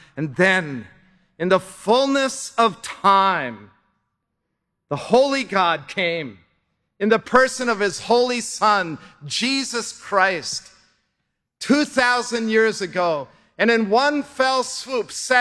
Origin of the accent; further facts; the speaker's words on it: New Jersey, United States; I remember as a boy, I grew up in North Jersey, just outside of New York City.